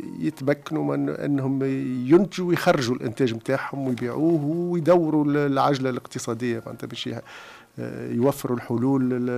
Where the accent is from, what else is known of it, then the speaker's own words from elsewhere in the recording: Tunisia; الشركات الصغيرة اللي عندنا في تونس